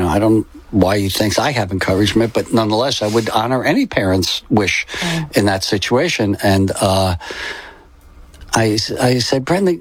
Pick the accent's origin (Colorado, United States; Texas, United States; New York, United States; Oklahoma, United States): New York, United States; Staten Island; came back and lived with me on Staten Island. We're all from Staten Island.